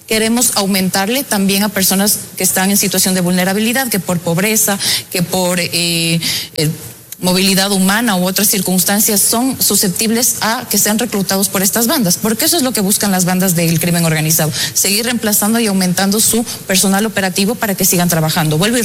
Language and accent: Spanish; Ecuador